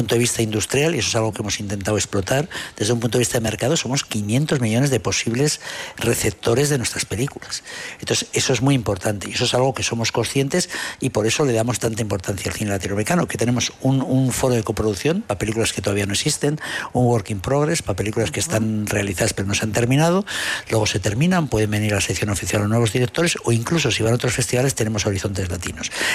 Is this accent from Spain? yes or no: yes; Basque Country, Spain; yo me siento español, me siento vasco, me siento español, me siento europeo y me siento iberoamericano.